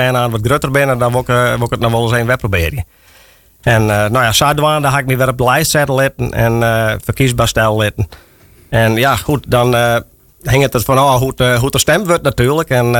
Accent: Kollum, Friesland, Netherlands; Ik ben geboren en getogen in Kalmers.

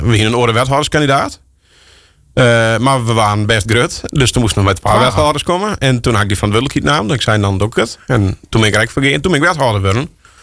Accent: Friesland, Netherlands

